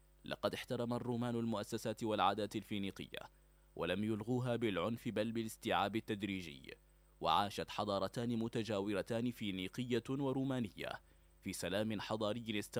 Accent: Libya; على أرض بلادنا ليبيا

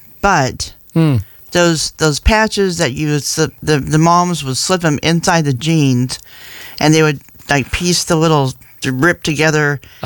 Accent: Lubbock, Texas, United States; moved away; me and her, we're both from Texas. And she was born probably about not even 50 miles outside where I grew up in Lubbock, right?

